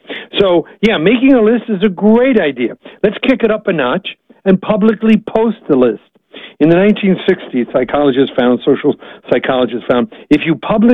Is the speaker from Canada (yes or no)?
no; New York, United States; and I talk fast, I'm from New York, so I can do this.